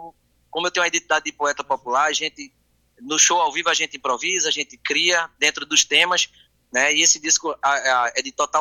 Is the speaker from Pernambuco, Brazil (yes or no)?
yes; Cabo de Santo Agostinho, Pernambuco, Brazil; Isso, eu sou do Cabo Santo Agostinho, litoral sul, mas tenho uma relação muito forte com a Mata Norte de Pernambuco.